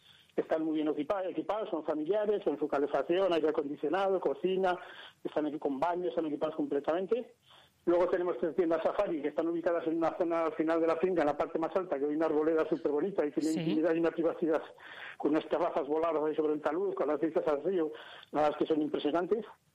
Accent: Pradoluengo, Castile and León, Spain; Somos de aquí, del pueblo natal, somos de Batanes de Pradoluengo

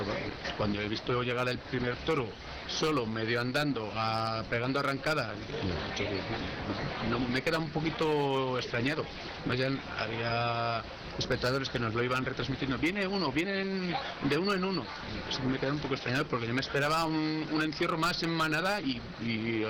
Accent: Roa, Castile and León, Spain; en mi pueblo, claro, en Roa de Duero

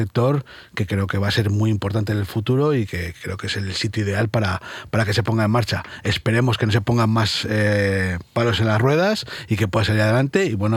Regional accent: Valladolid, Castile and León, Spain; yo que me siento muy vallisoletano

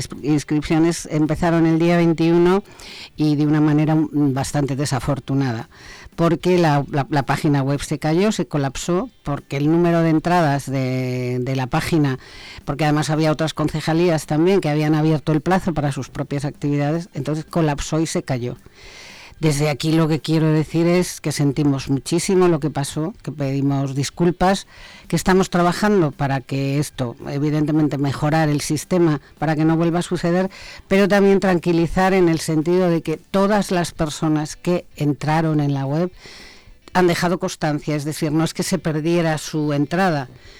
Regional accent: Sanabria, Castile and León, Spain; moved away; Sanabria, mi tierra, que allí es donde mejor se está.

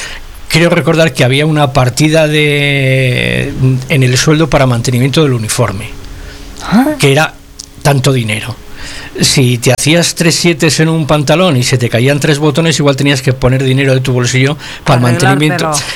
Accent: Santoyo, Castile and León, Spain; yo pienso en mi pueblo, en Santoyo nunca ha tenido cuartel de la Guardia Civil

